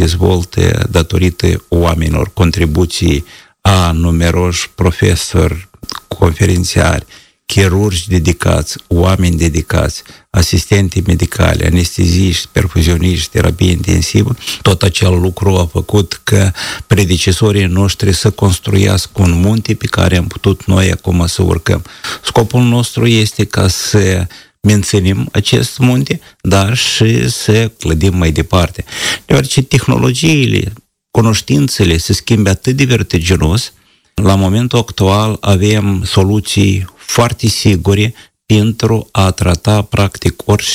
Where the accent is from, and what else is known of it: Moldova